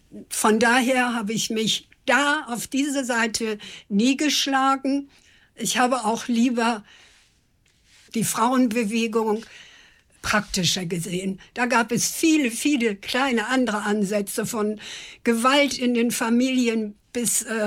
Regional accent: Lower Saxony, Germany; noch vor dem Krieg geboren und im Emsland aufgewachsen.

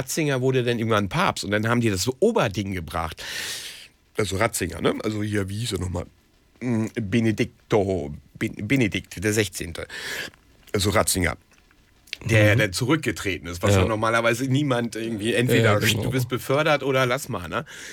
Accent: Lower Saxony, Germany; Ich komme zwar aus Niedersachsen und war schon ewig nicht mehr in der Kirche

